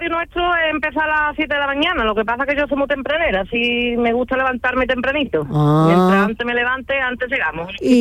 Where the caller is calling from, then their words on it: Morón de la Frontera, Andalusia, Spain; Yo soy moronera, pero vivo en Coripe.